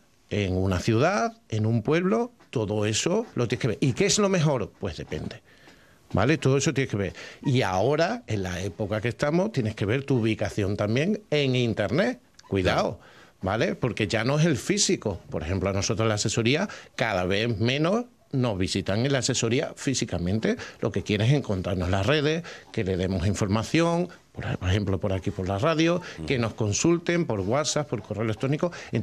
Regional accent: Medina de las Torres, Extremadura, Spain; born there; Yo he estado en Medina Las Torres, que es mi pueblo

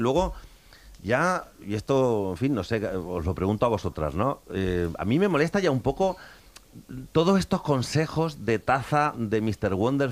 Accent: Extremadura, Spain

